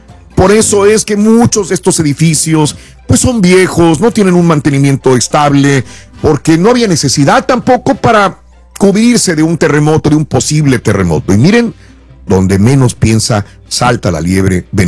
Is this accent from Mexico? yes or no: yes; Mexico; disfrutamos los mexicanos